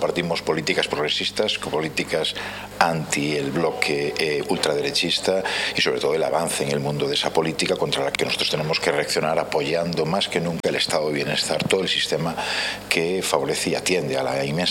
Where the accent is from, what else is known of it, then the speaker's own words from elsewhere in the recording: Spain; la derecha en mi país